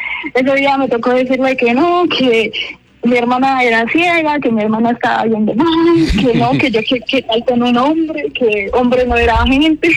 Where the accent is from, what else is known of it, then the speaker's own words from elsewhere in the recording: Boyacá, Colombia; Yo soy de Cama, Boyacá.